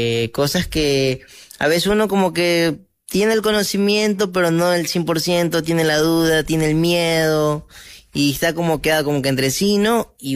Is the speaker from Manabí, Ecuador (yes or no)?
yes; Colón parish, Manabí, Ecuador; yo soy de Colón … de la parroquia Colón, sector La Mocora, para ser específico, tengo 20 años.